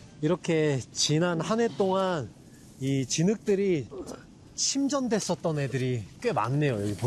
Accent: Daejeon, South Korea; 제 고향 대전 같은 느낌이겠죠?

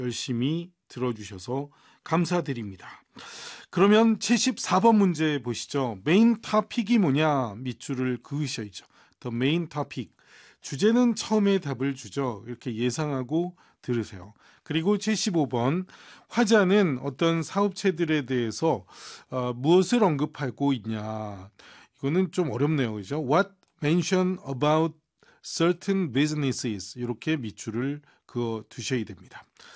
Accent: Seoul, South Korea; born there; 저는 서울 태생입니다.

